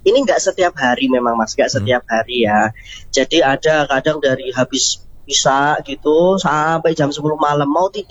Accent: Magelang, Central Java, Indonesia; now in Jember, Indonesia; Saya ini kan aslinya dari Magelang, Mas, dari Jawa Tengah. Saya pindahan gitu, Mas, di Jember.

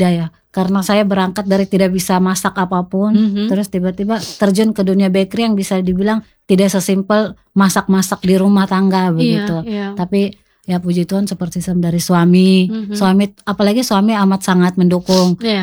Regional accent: Maumere, East Nusa Tenggara, Indonesia; moved away as an adult; also born or lived in Jakarta; now in Kupang, Indonesia; Saya dari Maumere, hanya dari lahir besar di Maumere, terus lanjut kuliah kerja di Jakarta, nikah karena suami dapat tugas di sini, akhirnya pindah ke sini.

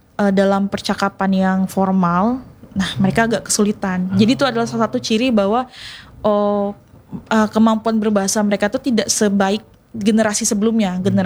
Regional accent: Bengkulu, Indonesia; kayak misalnya saya orang Bengkulu ngomong bahasa Indonesia tuh pasti orang ketahuan iku pasti orang Sumatera

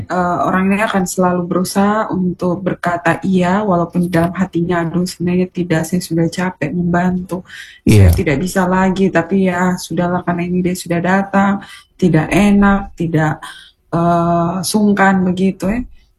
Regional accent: Rote, East Nusa Tenggara, Indonesia; kalau karena saya dari Rote ya, biasanya yeah.

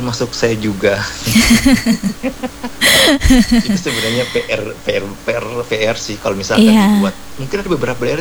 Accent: Ambon, Maluku, Indonesia; saya orang Ambon bu

